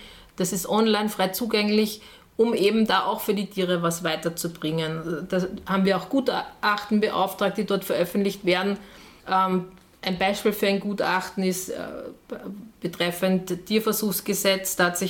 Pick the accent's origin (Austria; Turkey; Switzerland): Austria; Vienna; bin aufgewachsen in Wien, aber mit Garten und sehr nahe am Wald.